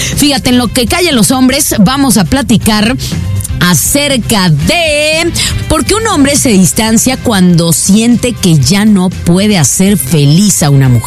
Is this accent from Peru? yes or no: no; Guadalajara, Jalisco, Mexico; Nosotros somos las tapatías que importaron desde Guadalajara, Guadalajara, Jalisco, México.